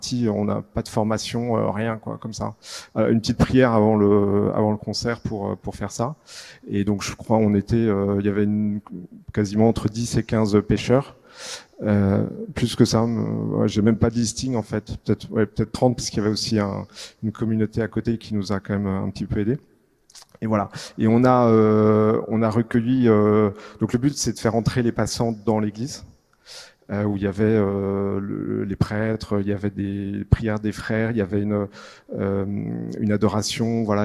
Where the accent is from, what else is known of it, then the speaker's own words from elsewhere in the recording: Paris, Île-de-France, France; On est parisien, on vit dans le 16e à Paris et notre paroisse c'est Saint-Honoré-d'Eylau.